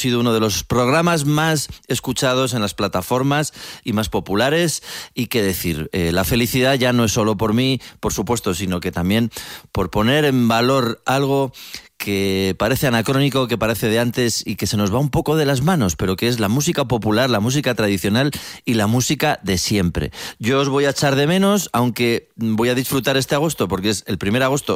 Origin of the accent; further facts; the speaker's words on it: Castile, Spain; para los que somos castellanos